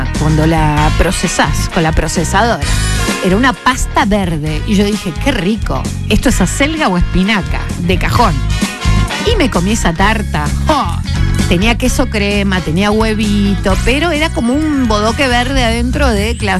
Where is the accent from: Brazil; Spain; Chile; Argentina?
Argentina; Punta Alta, Buenos Aires Province; moved away as an adult; now in Bahía Blanca, Argentina; cuando me mudo sola, que me vengo a vivir a Bahía, yo soy de Punta Alta